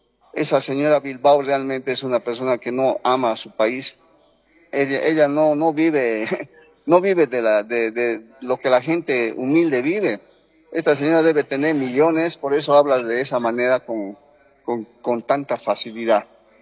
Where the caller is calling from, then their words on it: Cochabamba, Bolivia; Yo vivo en Cochabamba, lamentablemente.